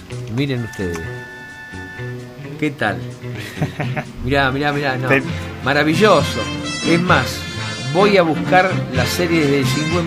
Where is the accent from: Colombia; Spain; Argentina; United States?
Argentina; Bahía Blanca, Buenos Aires Province; moved away; Vivía enfrente de una vía en Bahía Blanca